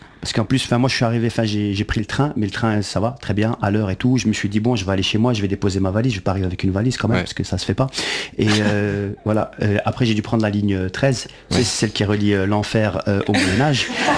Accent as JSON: {"language": "French", "country": "Belgium", "said": "Je vous rassure, nous aussi en tant que Belges, on n'y comprend rien."}